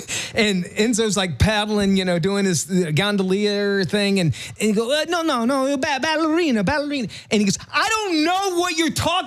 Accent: England, United Kingdom; Are you Italiano? And I go, no, I'm English.

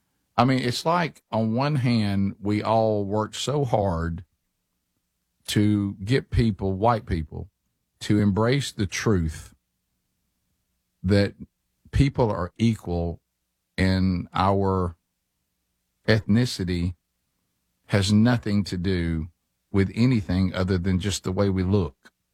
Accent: Alabama, United States; I'm also tired of people assuming, since I'm from Alabama, that I'm dumb.

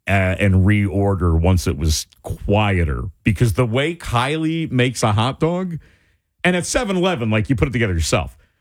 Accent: Rahway, New Jersey, United States; because I grew up in Rahway, been to Elizabeth so many times.

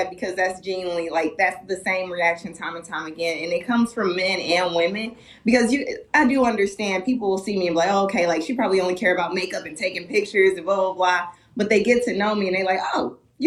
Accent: Milwaukee, Wisconsin, United States; Milwaukee's home. All of my family and friends are still there. I'm back and forth, so yeah, man, I'm from Milwaukee through and through.

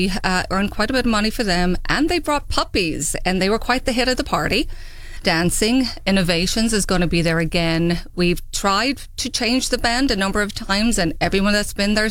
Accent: Ireland; moved away; I'm from Ireland, so the idea actually came from there. Small town, 3,500 people

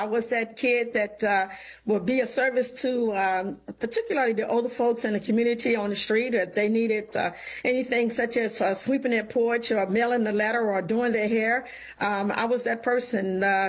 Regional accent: Richmond, Virginia, United States; Certainly, I'm from Richmond, Virginia.

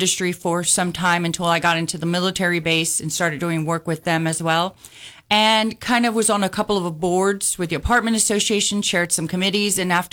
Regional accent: Corpus Christi, Texas, United States; I was born and raised here in Corpus Christi. I spent half of my life in District 2.

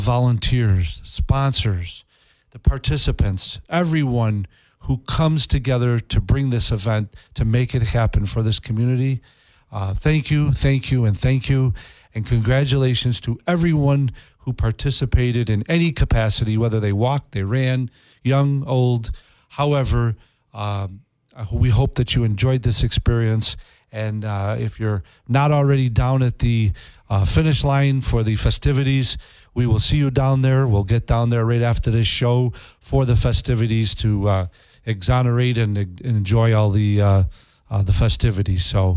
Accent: Utica, New York, United States; And when I said upstate New York and got more specific about the Utica and the Mohawk Valley

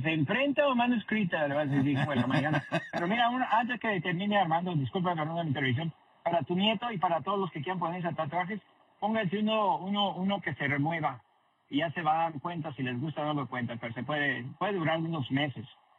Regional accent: Mexico; born there; el único tatuado que soy mexicano de nacimiento

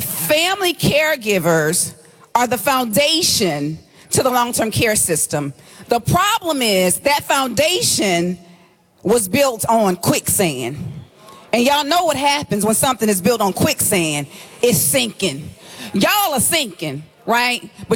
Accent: South Carolina, United States; So I'm from South Carolina, not to be confused with North Carolina, right? We say, ain't it? Nan, over there, you know, deep dirt roads, no underpinning. That's where I'm from.

